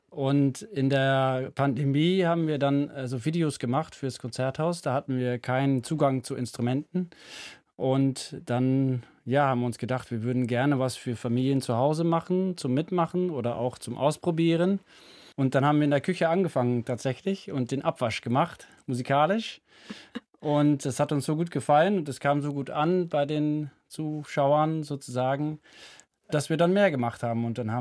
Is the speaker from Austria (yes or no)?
no; Netherlands; German is a second language; moved away; ich als Niederländer bin immer ein bisschen verwirrt, weil ich würde immer Schlagzeug sagen.